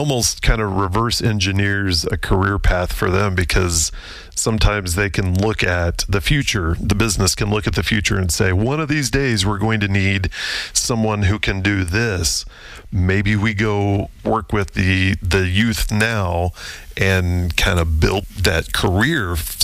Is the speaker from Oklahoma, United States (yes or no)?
yes; Oklahoma, United States; I grew up in Oklahoma.